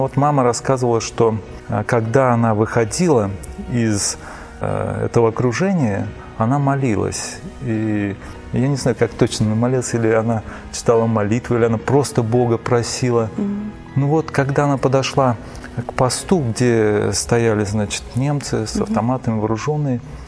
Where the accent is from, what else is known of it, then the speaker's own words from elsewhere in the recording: Volgograd, Volgograd Oblast, Russia; Я родом из Волгограда. Мои родители – самые обыкновенные люди. Мама работала бухгалтером на заводе, папа тоже работал на заводе.